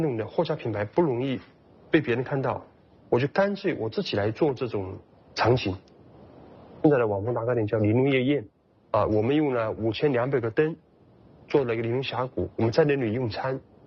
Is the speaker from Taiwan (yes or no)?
no; Jingdezhen, Jiangxi, China; 我是从小到大在弘光瓷厂长大的